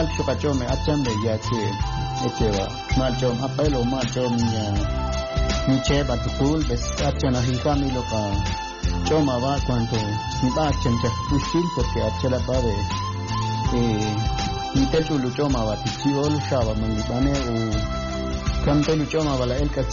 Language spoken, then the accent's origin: Spanish; El Quiché, Guatemala; En mi dialecto, porque soy Ixil.